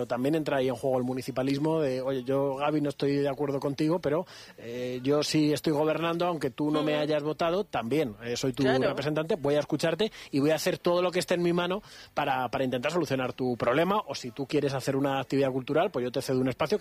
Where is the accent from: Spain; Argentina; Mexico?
Spain; Alcalá de Henares, Community of Madrid; joder, que somos Alcalá de Henares, ¿no?